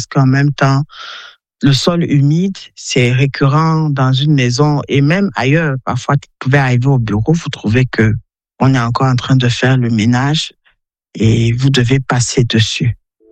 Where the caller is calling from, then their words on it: Yaoundé, Centre, Cameroon; j'ai 40 ans, j'appelle depuis Yaoundé.